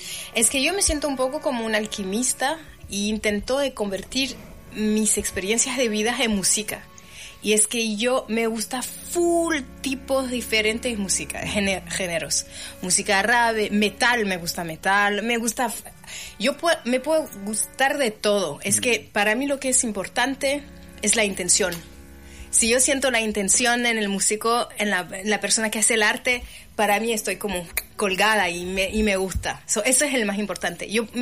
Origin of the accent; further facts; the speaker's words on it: Switzerland; born there; Spanish is a second language; yo soy también de Suiza.